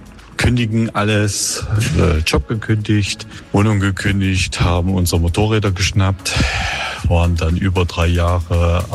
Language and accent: German; Thuringia, Germany; sind jetzt wieder zurück in der alten Heimat, in meiner alten Heimat in Thüringen, im schönen Sorbitztal.